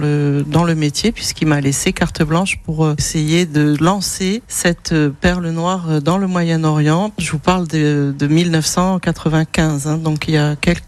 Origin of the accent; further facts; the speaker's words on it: Bidart, Nouvelle-Aquitaine, France; j'ai 58 ans et je suis de Bidart.